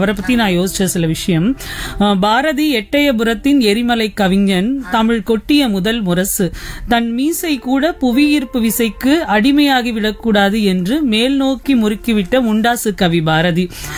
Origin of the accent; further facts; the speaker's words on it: Chennai, Tamil Nadu, India; நாங்கள் சென்னையில் தான் பிறந்து வளர்ந்தது, படித்தது எல்லாமே.